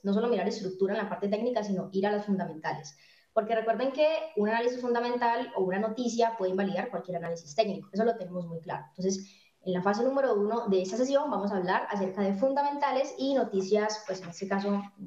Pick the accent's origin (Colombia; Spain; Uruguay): Colombia; Yo soy colombiana.